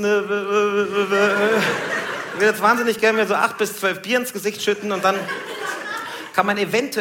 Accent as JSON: {"language": "German", "town": "Puchheim", "region": "Bavaria", "country": "Germany", "said": "Dann meine ich so, aus Puchheim bei München."}